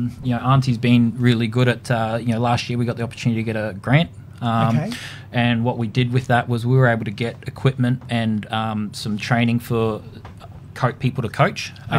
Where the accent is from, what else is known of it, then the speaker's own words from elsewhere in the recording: Cairns, Queensland, Australia; You know, growing up in Cairns, that's a pretty important spot.